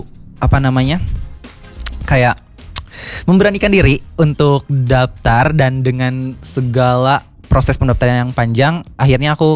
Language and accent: Indonesian; Garut, West Java, Indonesia; moved away as an adult; now in Bandung, Indonesia; Aku asli Garut sih.